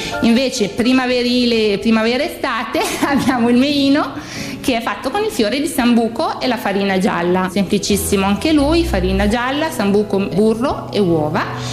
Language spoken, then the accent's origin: Italian; Bellano, Lombardy, Italy; accent: Bellanese dialect; vi faccio proprio un invito nel nostro dialetto bellanese.